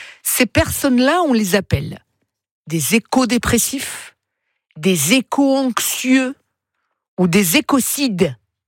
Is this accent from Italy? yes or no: yes; Calabria, Italy; Moi, je suis italien. Ouais. J'ai l'habitude de chaud, tout ça. Moi, je suis calabrais, tu vois.